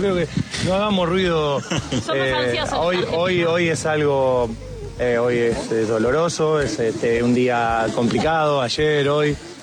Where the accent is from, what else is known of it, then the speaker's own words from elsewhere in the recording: Argentina; creo que con nosotros como argentinos tenemos que reconocer a veces que el rival juega